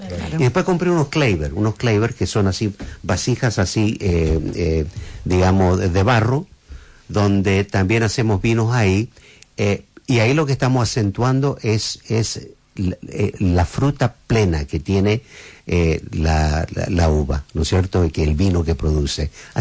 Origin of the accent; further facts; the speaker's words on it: Argentina; Soy argentino